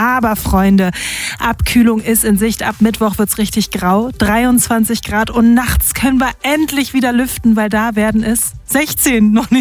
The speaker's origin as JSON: {"language": "German", "region": "Berlin", "country": "Germany", "said": "Aber ganz ehrlich, als Berlinerin würde ich mal sagen, in meinem Herzen bleibt immer noch die Kult-Currywurst Curry 36."}